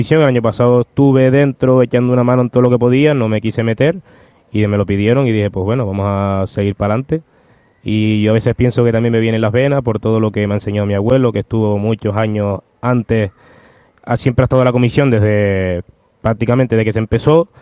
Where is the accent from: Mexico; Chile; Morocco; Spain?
Spain; Garachico, Canary Islands; born there; yo de aquí no me salgo. Mi pueblo, mi garachico querido, salir de aquí para mí es muy difícil.